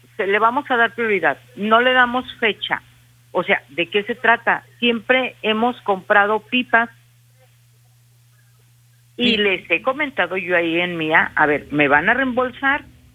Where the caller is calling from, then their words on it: Aguascalientes, Mexico; tenemos 21 días en Pozo Bravo Norte que no tenemos agua.